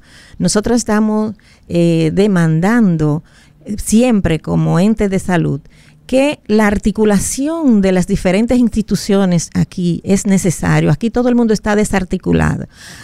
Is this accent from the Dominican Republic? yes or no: yes; Dominican Republic; estamos de acuerdo como dominicanas y dominicanos